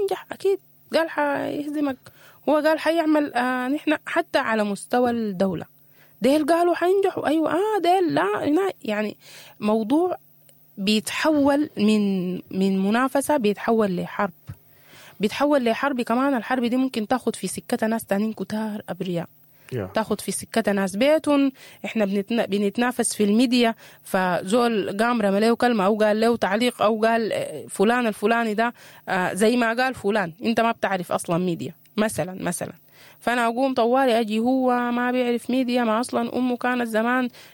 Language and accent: Arabic; Sudan; ونحن ده حاصل عندنا في السودان كثير جدا في سياساتنا الكبيرة ولا سياساتنا الصغيرة, حتى في مجتمعاتنا.